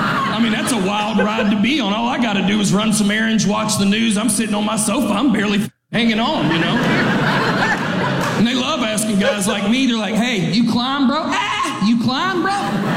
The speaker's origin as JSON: {"language": "English", "region": "Alabama", "country": "United States", "said": "I'm from Alabama. I've been wearing Carhartt my whole life. We never thought it was cool."}